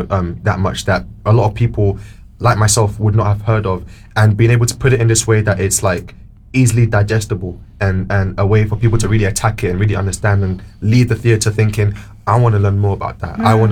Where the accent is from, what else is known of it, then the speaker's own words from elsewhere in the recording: Nigeria; I'm Nigerian. I'm Yoruba